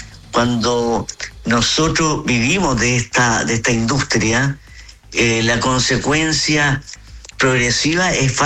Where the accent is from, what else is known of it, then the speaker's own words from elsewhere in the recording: Valparaíso, Chile; Como buenos porteños, sí. Estamos acostumbrados a algo, en algo a esto.